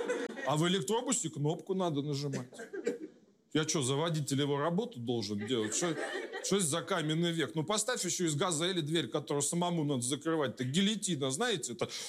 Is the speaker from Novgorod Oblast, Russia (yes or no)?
no; Kursk, Kursk Oblast, Russia; moved away; Я из Курска. Часто в него езжу.